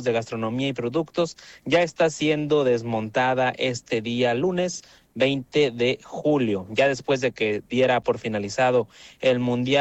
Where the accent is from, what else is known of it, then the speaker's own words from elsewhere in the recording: Monterrey, Nuevo León, Mexico; quienes se quedaron aquí, que somos nosotros los regiomontanos